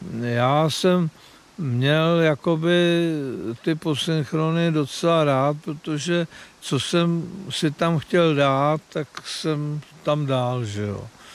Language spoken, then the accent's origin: Czech; Strakonice, South Bohemian Region, Czechia; Já jsem se narodil ve Strakonicích